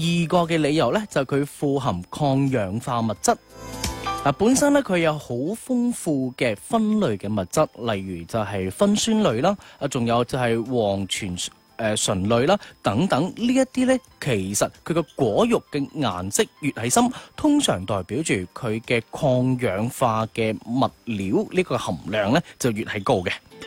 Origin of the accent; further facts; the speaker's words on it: Guangdong, China; 我哋广东人